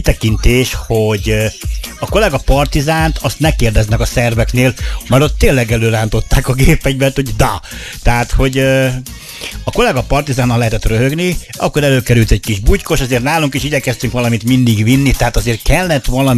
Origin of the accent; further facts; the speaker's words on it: Hungary; Ugye magyarok vagyunk?